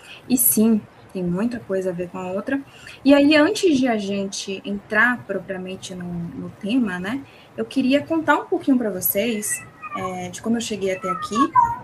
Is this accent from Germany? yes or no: no; Bahia, Brazil; also born or lived in Salvador; sou baiana. Atualmente, nesse exato momento, estou em São Gonçalo dos Campos, que é aqui pertinho de Feira.